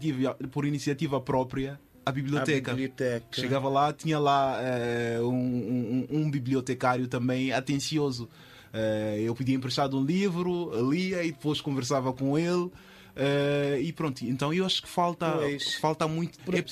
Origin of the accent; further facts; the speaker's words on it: Maputo, Maputo City, Mozambique; Nós costumamos, aqui em Moçambique, em Maputo em específico, que foi onde cresci, costumamos dizer que não compramos o livro porque o livro está muito caro